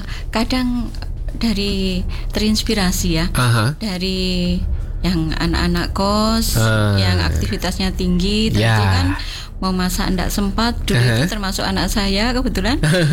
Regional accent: Madiun, East Java, Indonesia; Saya dari Kota Madiun.

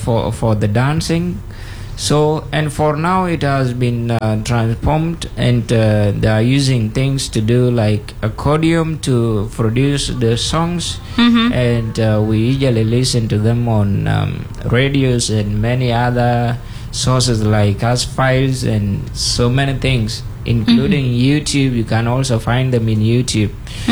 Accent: South Sudan; moved away

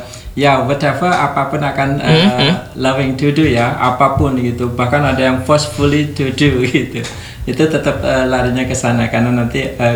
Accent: Surakarta, Central Java, Indonesia; Jawa saya dari Solo gitu kan, Solo Jawa Tengah ya. Teman Pro 2 kebetulan saya dari Jawa Tengah, dari Solo gitu.

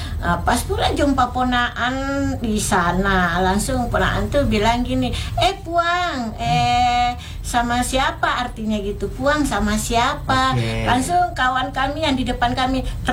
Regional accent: South Sulawesi, Indonesia; Tegasnya itu karena kita kan orang Bone itu mempunyai filosofi siri napat.

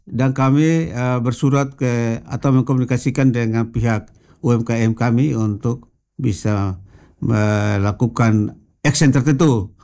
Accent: Kupang, East Nusa Tenggara, Indonesia; Hanya kita orang Kupang ini

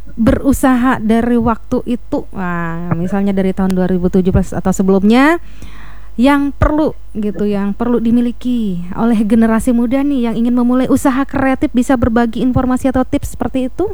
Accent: Central Kalimantan, Indonesia; Syarat utamanya itu kalau untuk kita suku Dayak.

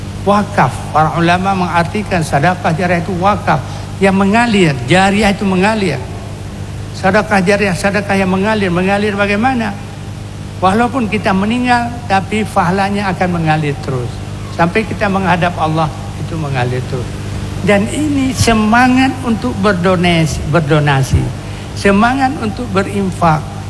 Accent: Aceh, Indonesia

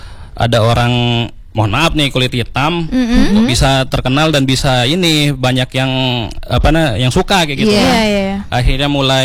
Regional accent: Lombok, West Nusa Tenggara, Indonesia; Saya lahir di sana, saya besar di sana.

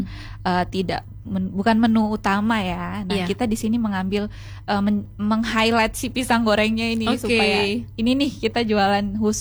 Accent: Sulawesi, Indonesia; now in Malang, Indonesia; Kebetulan saya orang Sulawesi

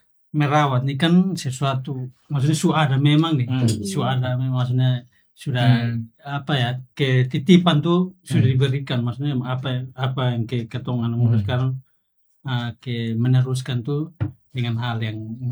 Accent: Timor-Leste

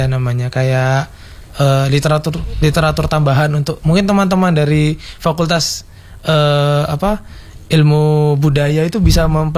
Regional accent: Jember, East Java, Indonesia; born there; Jadi saya itu lahirnya di sini karena memang keluarga asli di sini, cuman karena orang tua bekerja di Ri

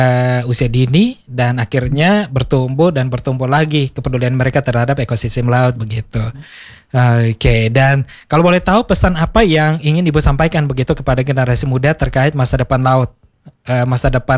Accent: Kupang, East Nusa Tenggara, Indonesia; beta-beta orang Kupang

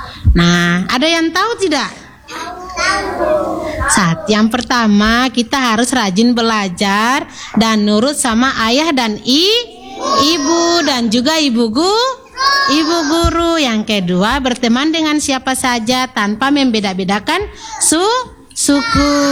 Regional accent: Indonesia

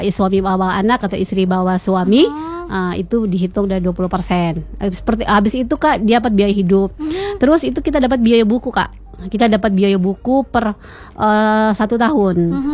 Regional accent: Southeast Sulawesi, Indonesia; kita anak Sultra

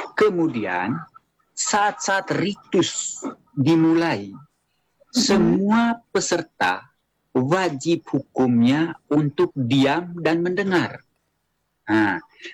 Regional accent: Manggarai, East Nusa Tenggara, Indonesia; kalau selaku orang Manggarai

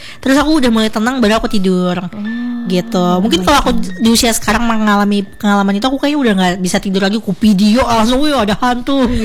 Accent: Sampit, Central Kalimantan, Indonesia; born or raised there; also born or lived in Banjarmasin

